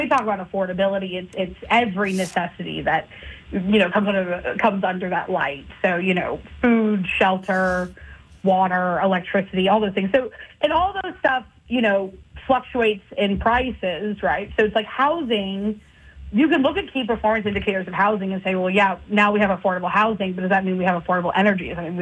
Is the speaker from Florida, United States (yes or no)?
no; Texas, United States; I mentioned earlier I was from Texas